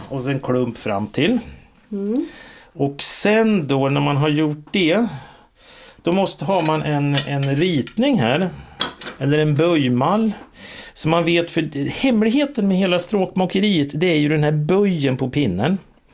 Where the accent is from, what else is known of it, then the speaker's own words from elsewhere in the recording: Jämtland County, Sweden; jag är uppvuxen i Jämtland